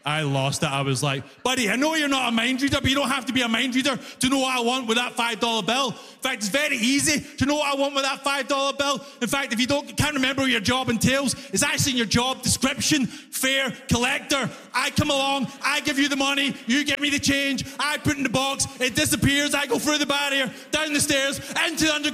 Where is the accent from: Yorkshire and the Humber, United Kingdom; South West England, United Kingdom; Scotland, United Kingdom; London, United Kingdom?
Scotland, United Kingdom; Glasgow; Because that's the thing, I'm from Glasgow, right? If you don't know, Glasgow is a knife crime capital of Europe. Every single Glaswegian person is a psychopath, including me. You do not want to mess with Scottish people, you know?